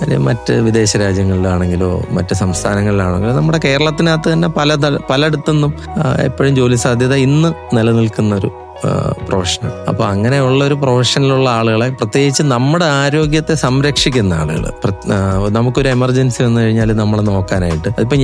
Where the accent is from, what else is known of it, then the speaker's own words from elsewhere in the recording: Thiruvananthapuram, Kerala, India; ഞാനൊരു തിരുവനന്തപുരത്തുകാരനാണ്.